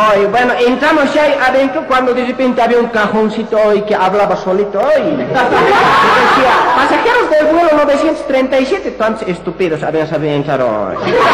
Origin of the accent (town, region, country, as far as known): Bolivia